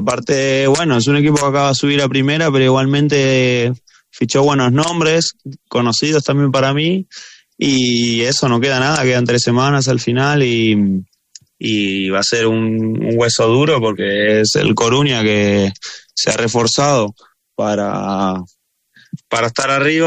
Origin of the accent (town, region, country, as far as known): Argentina; accent: Argentine; now in Spain